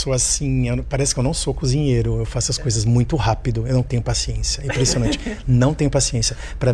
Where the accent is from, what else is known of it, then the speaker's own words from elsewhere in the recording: Santos, São Paulo, Brazil; moved away as an adult; also born or lived in England; eu nasci em Santos e fiquei pouco tempo por lá, uns 20 anos.